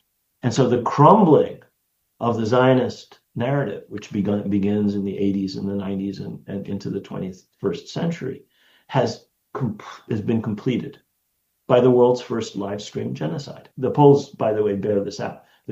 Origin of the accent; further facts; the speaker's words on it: United States; I grew up in the United States where to be Palestinian was taboo, forbidden, castigated.